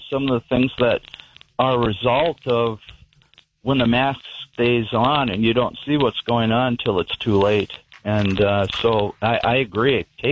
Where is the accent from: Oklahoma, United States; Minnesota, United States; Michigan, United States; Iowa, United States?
Minnesota, United States; I'm from Minnesota, and they've really done it here in spades all over the place.